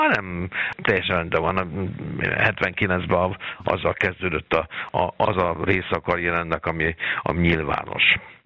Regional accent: Budapest, Hungary; tudod, én pesti srác vagyok

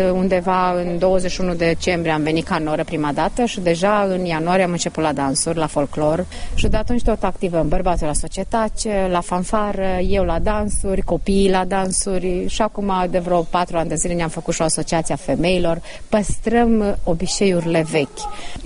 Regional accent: Coștei, Vojvodina, Serbia; Toată casa suntem români. În tot Coșteiul avem două căși unde se vorbesc cu doi gineri sârbește. În restul, în toată casa vorbim românește.

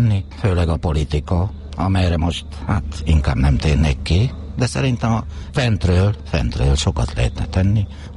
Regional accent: Hungary; fogadjuk el egymást úgy, hogy te is magyar vagy, én is magyar vagyok, és együtt végazunk, együtt sírunk.

